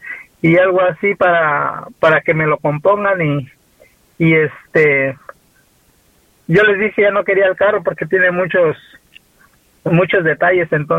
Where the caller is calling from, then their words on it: South Carolina, United States; Yo soy del Sur Carolina, pero es en Norte Carolina.